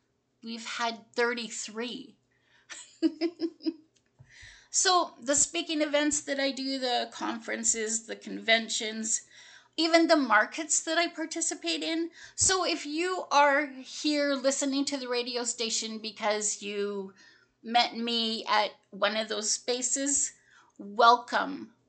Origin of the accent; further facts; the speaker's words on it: British Columbia, Canada; born there; All right, so I was born on the Lower Mainland of British Columbia. So 4 hours from here, something like that.